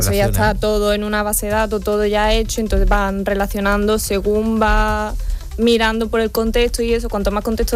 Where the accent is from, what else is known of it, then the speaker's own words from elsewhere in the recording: Cádiz, Andalusia, Spain; Sí, yo soy de Cádiz. Mira, pues tengo 23 años